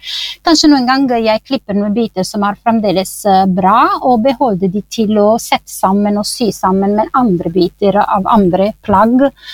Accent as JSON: {"language": "Norwegian", "country": "Italy", "second_language": "Norwegian", "moved": "as an adult", "lives_now": "Norway", "said": "jeg kommer fra Italia"}